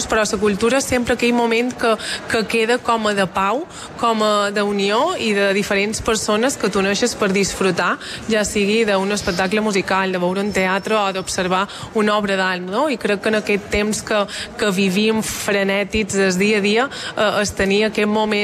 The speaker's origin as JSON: {"language": "Catalan", "region": "Balearic Islands", "country": "Spain"}